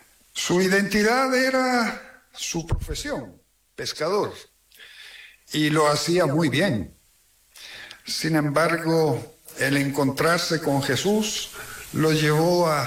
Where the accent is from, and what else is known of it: Patagonia, Argentina